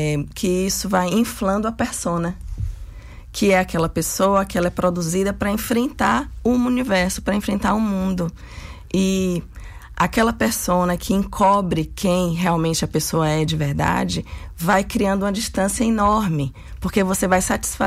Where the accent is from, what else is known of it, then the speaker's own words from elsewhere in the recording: Northeast Region, Brazil; enquanto nordestina mesmo, né? Uma mulher mestiça, sapatão, mãe, tenho filho de 19 anos, psicoterapeuta